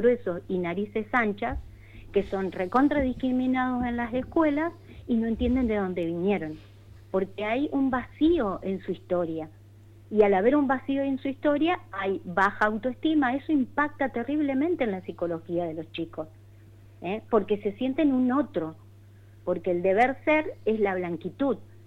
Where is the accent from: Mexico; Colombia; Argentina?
Argentina